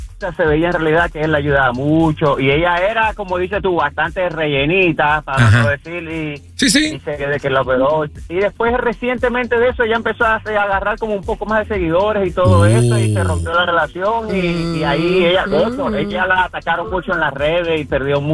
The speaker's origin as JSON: {"language": "Spanish", "country": "Venezuela", "said": "Bueno, para opinar con respecto al asunto, mira, o sea, yo soy venezolano."}